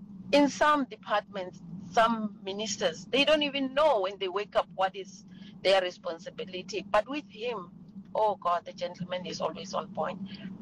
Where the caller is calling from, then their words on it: Tzaneen, Limpopo, South Africa; As a South African